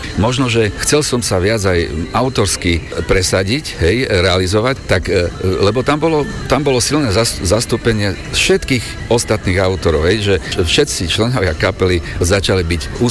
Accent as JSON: {"language": "Slovak", "town": "Prešov", "region": "Prešov Region", "country": "Slovakia", "tie": "born there", "also_born_or_lived": "Bratislava", "moved": "as an adult"}